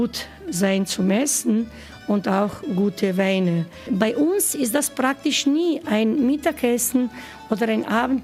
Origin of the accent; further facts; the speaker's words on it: Istria County, Croatia; German is a second language; Bei uns in Istrien, wir lieben Leben, weil wir essen gut. Wir haben noch immer sehr gute Trinkwasser.